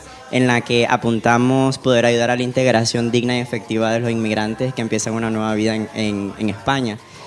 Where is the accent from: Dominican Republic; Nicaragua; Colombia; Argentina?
Nicaragua; now in Spain; yo soy originario de Nicaragua.